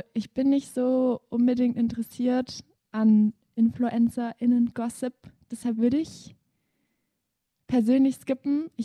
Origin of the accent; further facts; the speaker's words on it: Swabia, Germany; Wir sind ja auch Schwaben.